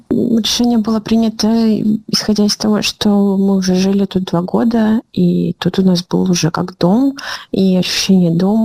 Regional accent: Belarus; also born or lived in Poland; now in Ukraine; я белоруска

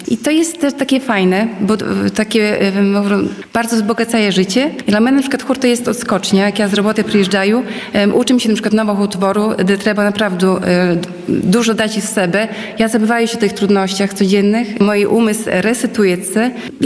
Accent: Łosinka, Podlaskie Voivodeship, Poland; now in Hajnówka, Poland; ja na przykład dojeżdżaję z Hajnówki, ale pochodzę z Łosinki i też jakby, no, związana sercem z Łosinki, tak, bo tutaj wychowała się, tutaj chodzi do szkoły, tutaj rodzice żyli

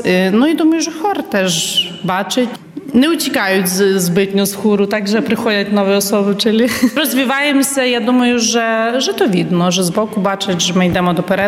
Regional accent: Rivne, Rivne Oblast, Ukraine; moved away as an adult; now in Poland; Я сама походжу родом з України, з міста Рувне. Ну і вже тут зараз осінню буде 18 літ, як живу в Лощинці.

